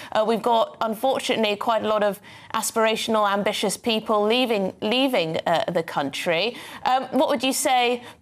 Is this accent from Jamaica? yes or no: no; United Kingdom; as a Brit myself, this is a little bit depressing.